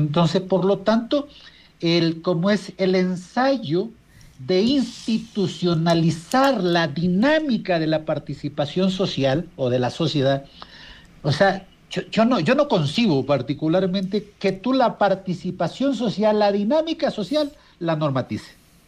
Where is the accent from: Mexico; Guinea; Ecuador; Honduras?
Ecuador